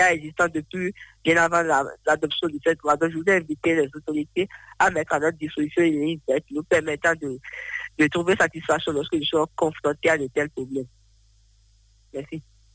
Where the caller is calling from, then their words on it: Benin; je vous appelle depuis Agombe.